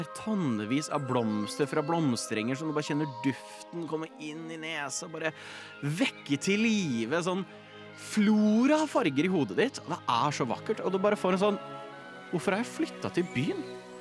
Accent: Nittedal, Akershus, Norway; Jeg var hjemme i Nittedal, der hvor jeg har vokst opp, for å feire bursdagen min i helgen.

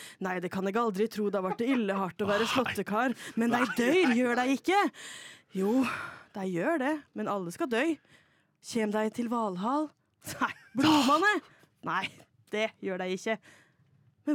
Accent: Trøndelag, Norway; Jeg er jo fra Norges navle, to mil unna Norges geografiske midtpunkt, og 5 kilometer unna det mest historiske stedet i Norge, nemlig Stiklestad.

